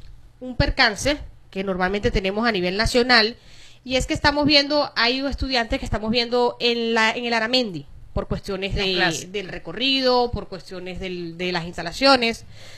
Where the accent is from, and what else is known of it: Venezuela